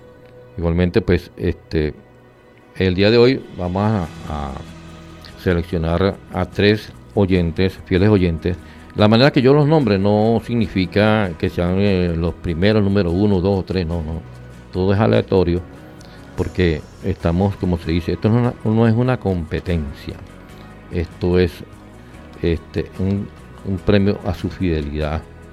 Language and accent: Spanish; Venezuela; Todos somos venezolanos, todos somos humanos, todos necesitamos a Cristo.